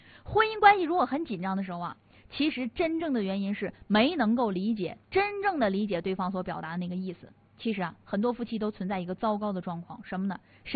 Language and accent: Chinese; Northeast China, China; 咱们东北话讲